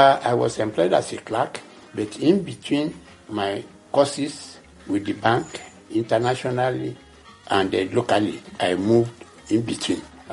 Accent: Ogiri, Ogun, Nigeria; born there; I was born in Ogiri, Remo, Ekene local government of Ogun State.

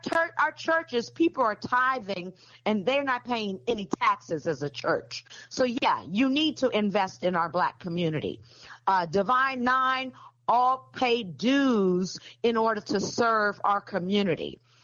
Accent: Washington, District of Columbia, United States; now in Harlem, United States; No, I was born and raised in Washington, D.C., that is where my mother now has a school. I came to Harlem as an adult.

